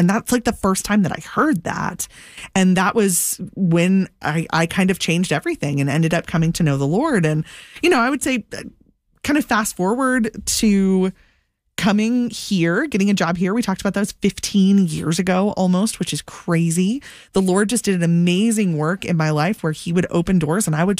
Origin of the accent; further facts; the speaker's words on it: United States; I grew up about 15 minutes from the radio station here. Like I'm from the Severn area, went to school here, spent most of my life here. I grew up in what I would say was kind of like a nominally Christian household.